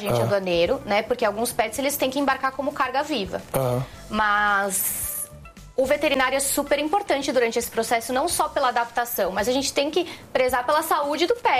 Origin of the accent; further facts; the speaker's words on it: São Paulo, Brazil; Sou aqui de São Paulo. Fiz faculdade aqui em São Paulo.